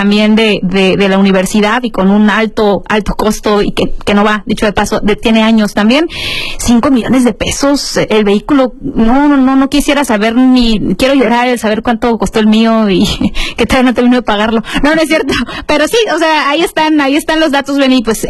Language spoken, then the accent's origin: Spanish; Mexico